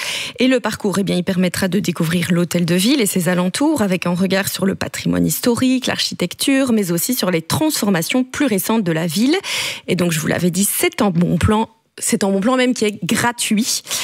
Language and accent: French; Namur, Wallonia, Belgium; Et je ne dis pas ça parce que je suis namuroise.